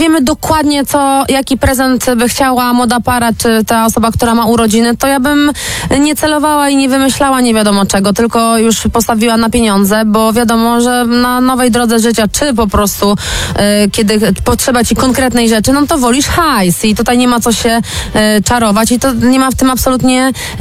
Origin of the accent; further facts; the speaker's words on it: Ciechanów, Masovian Voivodeship, Poland; jestem po prostu laską z Ciechanowa